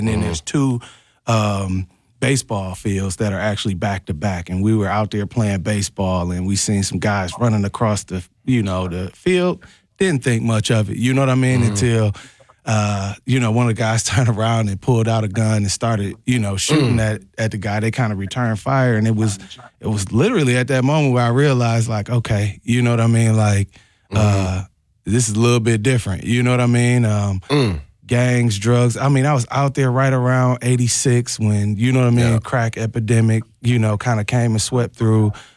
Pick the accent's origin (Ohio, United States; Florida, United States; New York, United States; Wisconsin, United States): Wisconsin, United States; Milwaukee; We grew up out in, at the time, on 95th and Brown Deer Road, you know. It was called the Meadows back then. Yeah. I think it might be the Woodlands now.